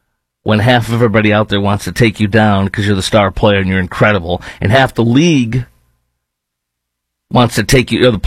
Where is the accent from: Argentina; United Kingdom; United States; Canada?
United States; Chicago, Illinois; Now I grew up in Chicago during the time of the Bulls with the three-peat, the four-peat, the five-peat